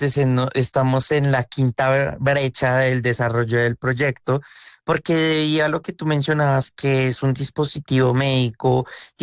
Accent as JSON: {"language": "Spanish", "country": "Colombia", "said": "como buen colombiano, recursivos e ingeniosos, desarrollamos esa tecnología desde aquí, desde Colombia"}